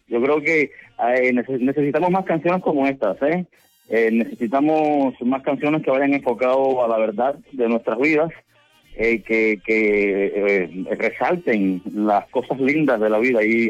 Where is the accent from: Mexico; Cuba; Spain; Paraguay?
Cuba; moved away; me siento orgullosamente cubano, pero me siento por decisión, pues me siento muy mexicano también.